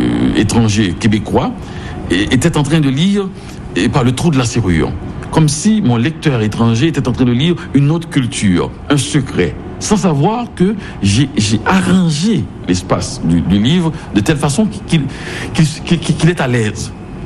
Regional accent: Haiti; moved away

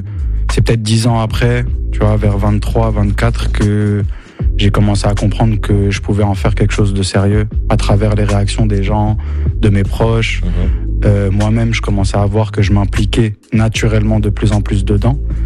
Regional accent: France; Et du coup, nous, on compose avec cette double culture, cette double identité. Et ça fait partie de moi, en fait. Donc, je me considère vraiment comme ça, un Français du bled. Même si je suis fier d'être Français aussi. Mais j'oublie pas mes racines, mes origines.

